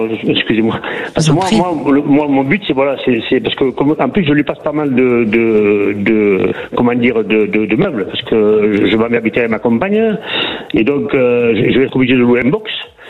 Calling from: Frontignan, Occitanie, France; Frontignan, à côté de Montpellier

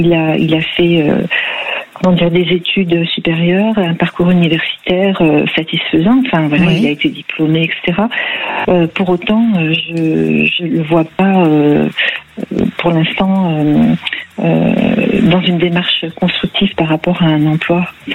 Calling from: Toulouse, Occitanie, France; De Toulouse.

